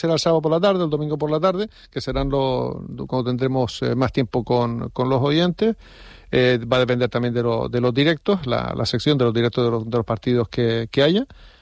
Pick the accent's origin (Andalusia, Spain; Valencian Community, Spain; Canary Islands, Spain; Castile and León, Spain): Canary Islands, Spain; estamos todos canarios